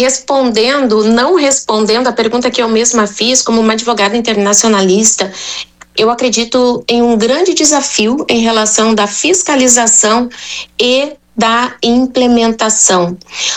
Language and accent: Portuguese; Brazil; somos brasileiros, né, e latino-americanos